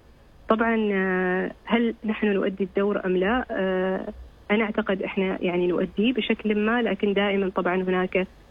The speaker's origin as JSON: {"language": "Arabic", "country": "Oman", "said": "إحنا كمجتمع عماني"}